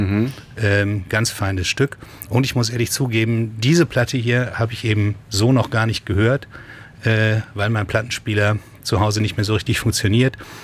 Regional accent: Hagen, North Rhine-Westphalia, Germany; Aber was jetzt kommt, ist eine Band aus meiner Heimatstadt Hagen.

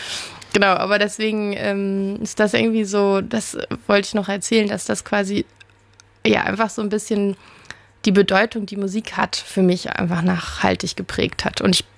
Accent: Oerlinghausen, North Rhine-Westphalia, Germany; Ich bin in Lippe in Oerlinghausen groß geworden.

